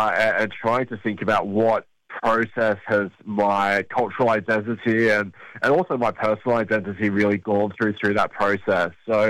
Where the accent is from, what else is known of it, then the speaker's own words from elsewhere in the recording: Boorowa, New South Wales, Australia; a nice little town called Boorowa down on the southwest slopes of New South Wales. I grew up looking at wheat fields and canola fields as far as I could see and seeing sheep run around every paddock and down the main street once a year.